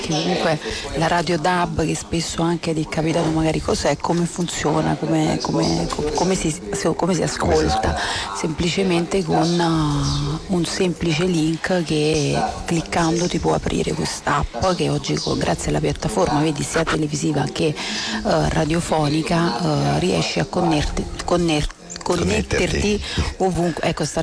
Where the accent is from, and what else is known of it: Naples, Campania, Italy